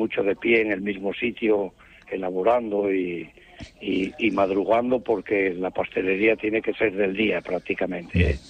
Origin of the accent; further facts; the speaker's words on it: Asturias, Spain; also born or lived in El Entrego; now in Oviedo, Spain; Somos llambiones, los asturianos